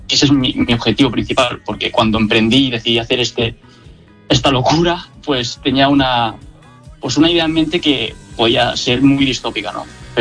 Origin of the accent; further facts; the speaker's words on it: Alcoy, Valencian Community, Spain; moved away as an adult; now in Valencia, Spain; Somos de Alcoy, pero estamos estudiando los dos en Valencia, sí.